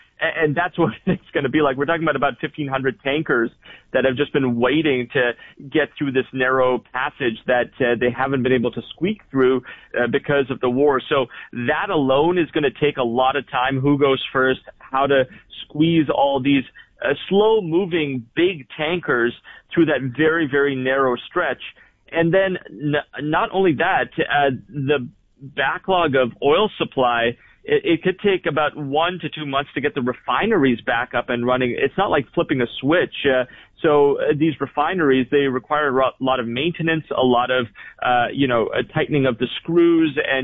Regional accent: Vancouver, British Columbia, Canada; moved away; I'm from Vancouver

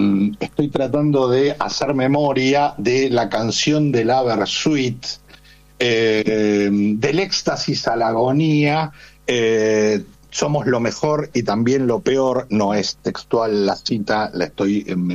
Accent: Argentina; Cualquiera que viva el Mundial con cierta intensidad, como lo hacemos los argentinos y otros tantos

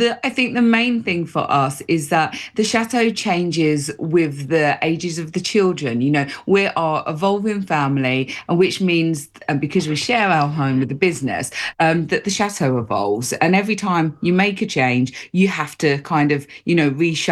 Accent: United Kingdom; We're British, and we just love to start every conversation off about the weather.

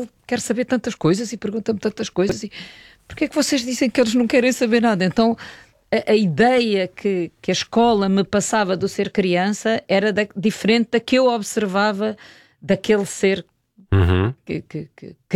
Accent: Portugal; Toda a experiência que eu tinha tido crescendo em Portugal não era possível para o Tomás.

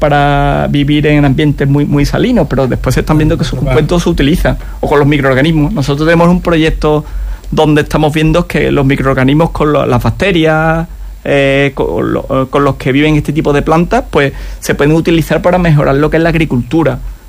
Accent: Huelva, Andalusia, Spain; moved away

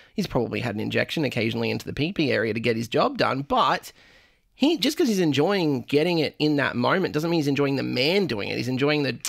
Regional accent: Thailand; Yeah. I'm from Thailand. I love it.

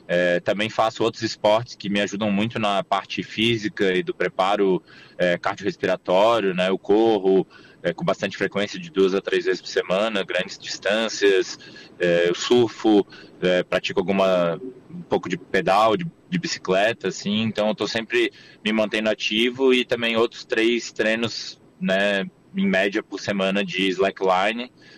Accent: Florianópolis, Santa Catarina, Brazil; como manezinho, morador de Floripa

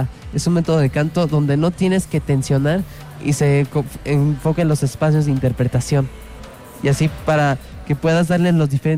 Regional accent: Querétaro, Mexico; Tengo 15 años y soy orgullosamente queretano.

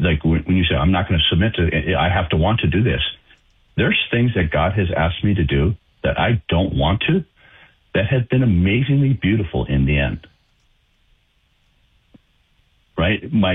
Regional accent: Minnesota, United States; also born or lived in Connecticut; now in North Dakota, United States; move back to the area where I grew up, I grew up in Minnesota, but back to North Dakota

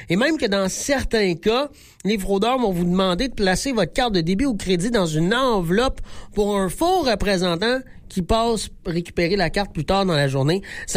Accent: Quebec, Canada; ça se passe chez nous en Beauce.

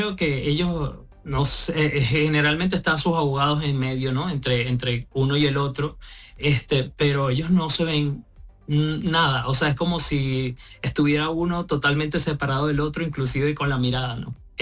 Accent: Venezuela

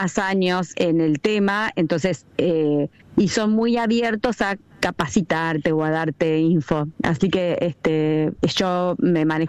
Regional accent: Buenos Aires Province, Argentina; born there; moved away as an adult; now in Río Negro, Argentina; nací en el campo, o sea, soy del centro de la provincia de Buenos Aires, nacida en el campo

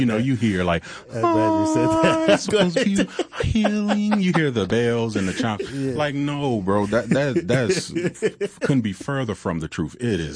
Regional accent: Chattanooga, Tennessee, United States; born or raised there

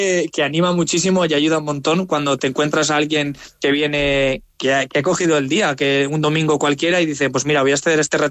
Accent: Tarancón, Castilla-La Mancha, Spain; Pero bueno, como soy de Tarancón, pues ya me voy acostumbrando.

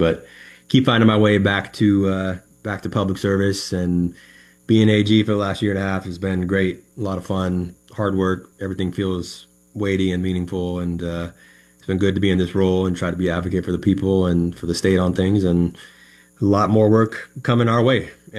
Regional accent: Washington, United States; also born or lived in California; I grew up in Washington. I was born in California, but moved up here when I was a kid.

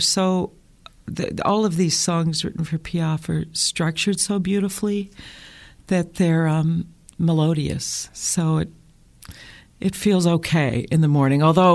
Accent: Flint, Michigan, United States; I grew up in Flint, Michigan.

